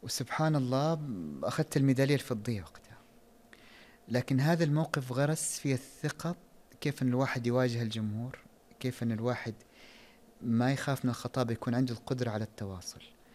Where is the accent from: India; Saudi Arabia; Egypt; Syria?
Saudi Arabia; فالأصل والأساس هو لغتنا وثقافتنا وقيمنا كسعوديين